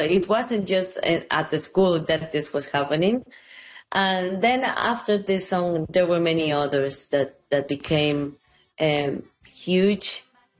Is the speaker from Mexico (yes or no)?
yes; Veracruz, Mexico; I grew up in Veracruz. Eventually, I wanted to go back home. You know, my mother was there, and I wanted to build this house, the house that I live in.